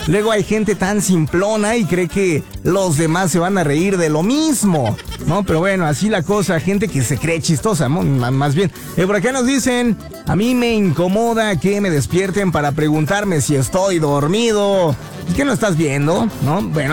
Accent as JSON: {"language": "Spanish", "country": "Mexico", "said": "pero somos mexicanos y cómo no nos vamos a emocionar."}